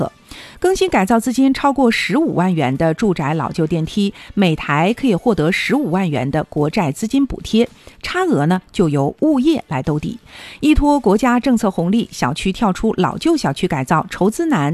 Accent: Heilongjiang, China; 包括咱们黑龙江人啊

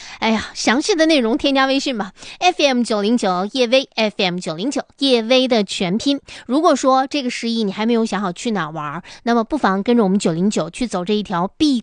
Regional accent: Harbin, Heilongjiang, China; 重要的是它离我们尔滨真的是近在咫尺，咱也不用转机，你坐着高铁就可以轻松的出境，它绝对是独属于我们东北人出境游的福利。

